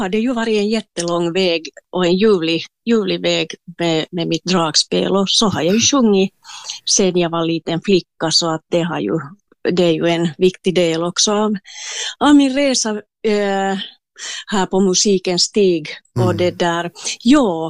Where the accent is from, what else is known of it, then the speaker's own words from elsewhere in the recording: Espoo, Uusimaa, Finland; No, ja, det var ju så att det där, jag är ju hemma från Esbo Kilo.